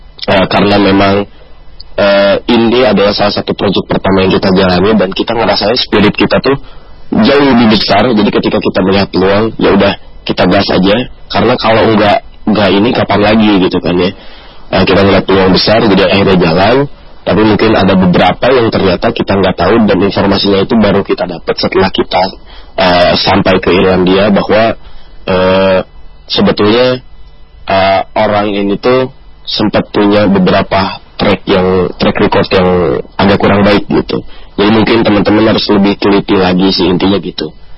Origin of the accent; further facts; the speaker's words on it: Indonesia; Jadi jangan merasa kecil hanya karena kita berasal dari Indonesia.